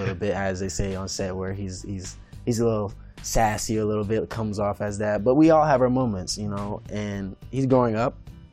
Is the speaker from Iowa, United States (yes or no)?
no; Raleigh, North Carolina, United States; Grew up, born and raised.